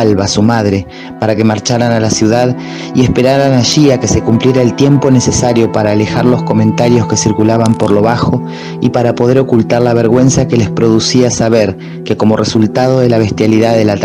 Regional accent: José de San Martín, Chubut, Argentina; now in Esquel, Argentina; soy de José de San Martín en la provincia de Chubut, pero actualmente resido en la ciudad de Esquel, también en la provincia de Chubut.

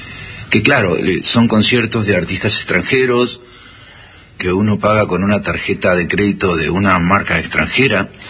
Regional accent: Buenos Aires Province, Argentina; Yo soy bonaerense.

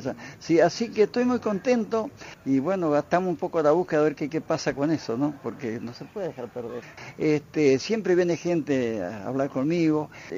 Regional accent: Brugo, Entre Ríos, Argentina; ahí nací accidentalmente en esa zona. Bueno, y ahí en Brugo, después fui a la escuela primaria

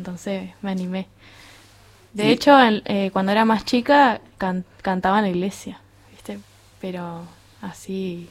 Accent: Carmen de Patagones, Buenos Aires Province, Argentina; also born or lived in Sierra Colorada; soy de Patagones.

